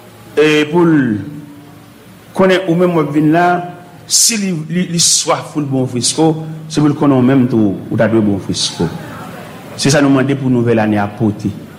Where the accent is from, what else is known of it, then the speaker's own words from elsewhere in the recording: Haiti; nous même haïtien chrétien